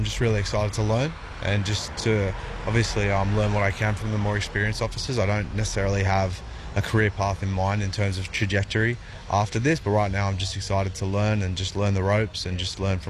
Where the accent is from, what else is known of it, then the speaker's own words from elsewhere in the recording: Sydney, New South Wales, Australia; moved away as an adult; now in Dubbo, Australia; I'm from Western Sydney originally, so yeah, moved out here to Dubbo, but I'll be working in Gilgandra.